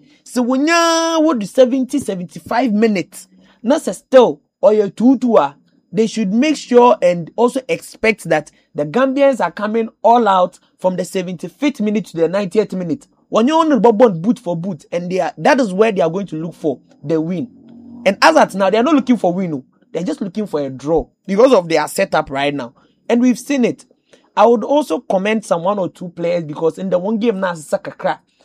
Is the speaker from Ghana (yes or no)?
yes; Ghana; Even though as a Ghanaian, you feel that those 2 goals that you conceded